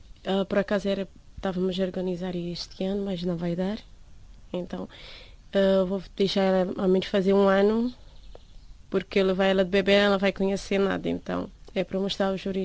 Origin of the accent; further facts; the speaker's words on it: Cape Verde; also born or lived in Mértola, Portugal; now in Almancil, Portugal; tenho 35 anos, sou de Cabo Verde.